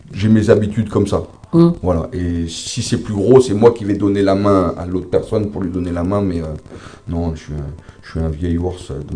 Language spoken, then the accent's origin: French; Païta, South Province, New Caledonia; Je viens de Peïta.